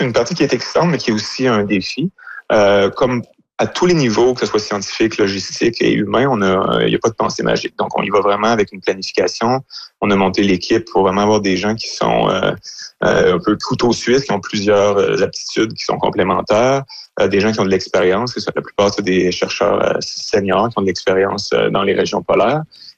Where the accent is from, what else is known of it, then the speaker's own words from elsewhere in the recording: Quebec, Canada; Ah oui, mais moi, je viens de l'Abitibi, donc je suis habitué, oui.